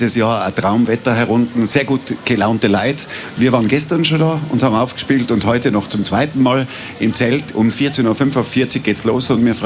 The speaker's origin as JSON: {"language": "German", "region": "Tyrol", "country": "Austria", "said": "man kommt so selten als Tiroler in die Bundeshauptstadt"}